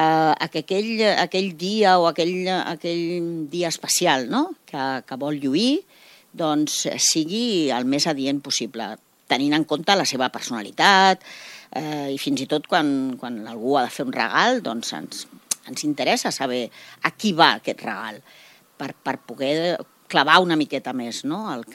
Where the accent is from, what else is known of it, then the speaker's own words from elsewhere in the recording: Castelldefels, Catalonia, Spain; born there; Jo sóc nascuda aquí a Castelldefels, tota la vida he estat al comerç